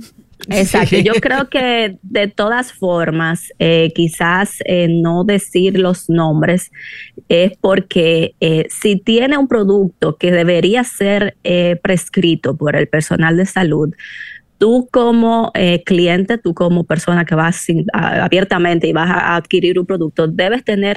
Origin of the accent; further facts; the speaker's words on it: Dominican Republic; yo, como toda dominicana